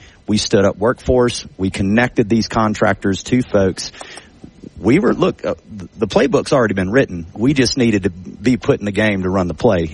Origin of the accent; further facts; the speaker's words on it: Monroe, Louisiana, United States; when I tell people I'm from Monroe, you know, the first question everybody feels is there, everybody asks, well, how far is that from New Orleans?